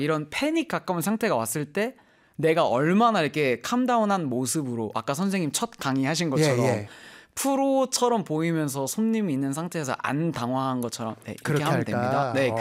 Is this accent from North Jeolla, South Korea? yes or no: no; Naesu, North Chungcheong, South Korea; moved away as an adult; now in Seoul, South Korea; 아, 그 제가 내수읍이라고 예. 청주시에서 지금은 청주시에서 저희가 들어갔거든요. 청원군이었다가 청원구가 돼서 들어가서 아. 내수읍 사람이었었어요.